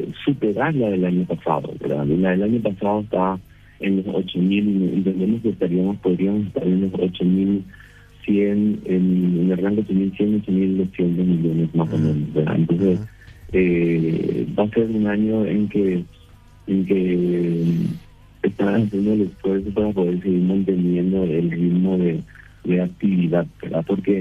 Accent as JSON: {"language": "Spanish", "country": "Paraguay", "said": "como paraguayos y como inversionistas locales, estamos muy acostumbrados a la renta fija"}